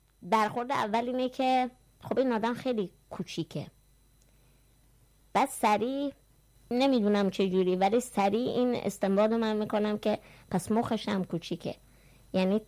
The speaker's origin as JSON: {"language": "Persian", "country": "Iran", "tie": "born or raised there"}